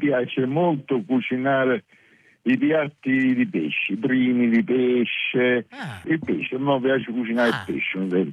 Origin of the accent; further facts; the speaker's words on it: Naples, Campania, Italy; also born or lived in Taranto; Da genitori, mio papà era ischitano e mamma è marchigiana. Però io sono napoletano, nel senso che sono cresciuto a Napoli, la mia subcultura è quella napoletana, diciamo.